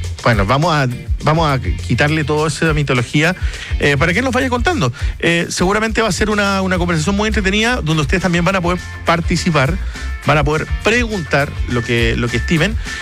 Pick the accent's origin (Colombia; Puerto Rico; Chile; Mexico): Chile; Punta Arenas, Magallanes; además que venimos todos de Punta Arenas, a todos le ha costado, somos tres hermanos